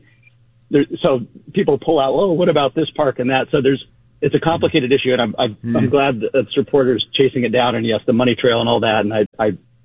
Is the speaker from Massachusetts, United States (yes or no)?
no; Montana, United States; now in Nevada, United States; I'm from Montana originally, where there's a checkerboard land grab slash swap kind of issue going on